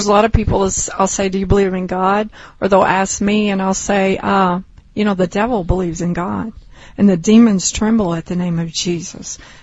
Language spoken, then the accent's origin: English; Kentucky, United States; Since I'm from Kentucky, he says I don't know how to drive.